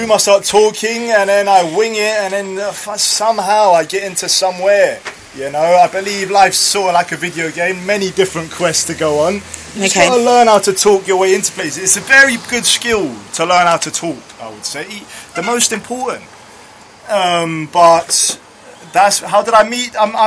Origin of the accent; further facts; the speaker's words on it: London, United Kingdom; I was born in London, born and bred North London, near Wood Green